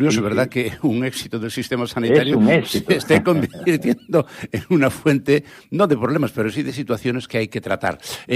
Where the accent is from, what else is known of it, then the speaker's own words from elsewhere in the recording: Lugo, Galicia, Spain; una ciudad milenaria, como les decía, de mi tierra, en Lugo.